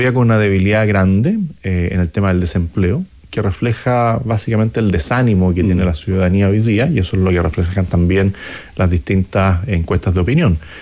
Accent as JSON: {"language": "Spanish", "town": "Santiago", "region": "Santiago Metropolitan Region", "country": "Chile", "tie": "born or raised there", "said": "Y tenía la suerte de vivir allí muy cerca, porque de pequeño vivía en Suecia con Pocuro."}